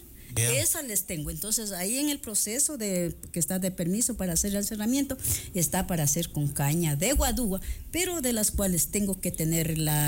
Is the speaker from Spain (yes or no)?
no; Quito, Pichincha, Ecuador; now in Baños, Ecuador; yo vine de Quito por mi madre, de las cuales yo me quedé. Entonces, lo que me dedico yo es, yo tenía mi negocito aquí en Baños, después me fui a Río Verde.